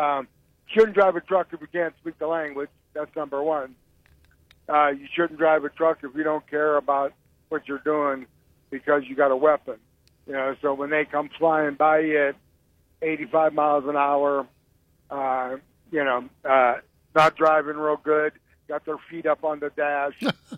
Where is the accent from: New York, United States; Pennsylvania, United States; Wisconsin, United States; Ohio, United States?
Ohio, United States; Youngstown; moved away; I'm from Youngstown originally.